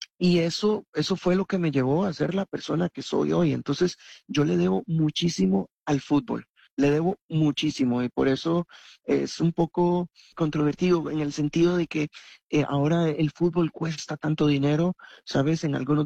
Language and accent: Spanish; San José, Costa Rica; yo crecí en San José, Costa Rica, en Barrio México, es uno de los pueblos más peligrosos en Costa Rica, y pues crecí rodeado de muchas personas que vendían o utilizaban drogas, alcohol, violencia